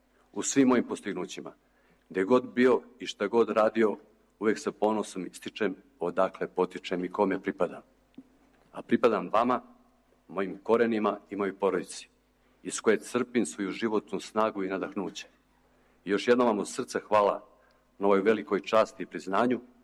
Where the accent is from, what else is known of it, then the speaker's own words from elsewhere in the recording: Berane, Berane Municipality, Montenegro; moved away; Iz Berana sam otišao davne 85. ali Berane iz mene nije, niti će ikada.